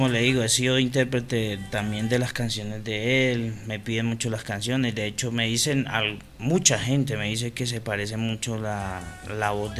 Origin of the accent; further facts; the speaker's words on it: Yopal, Casanare, Colombia; Yo soy de Yopal, Casanare